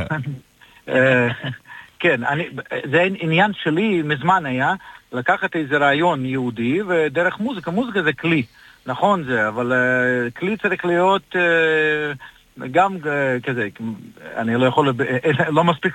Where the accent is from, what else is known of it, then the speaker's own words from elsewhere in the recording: Belarus; Hebrew is a second language; moved away as an adult; also born or lived in Ukraine; now in Israel; אני חבדניק, אני עליתי לפני ארבע שנים מאוקראינה, כאילו אני במקור בבלרוס, עבדתי באוקראינה, בקהילה יהודית, אז אני חבדניק דתי